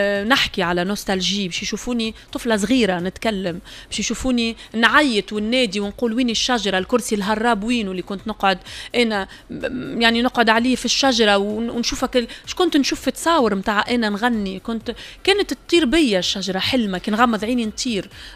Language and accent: Arabic; Tunisia